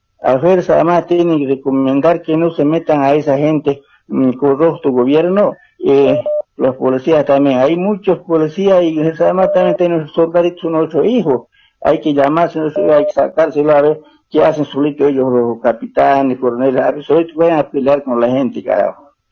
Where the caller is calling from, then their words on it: Santa Cruz, Bolivia; Aquí en Santa Cruz